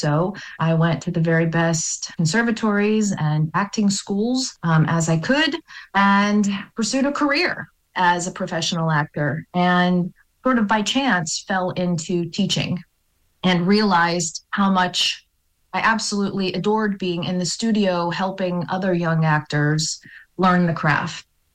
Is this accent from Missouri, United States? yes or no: no; McKees Rocks, Pennsylvania, United States; Well, I grew up in McKees Rocks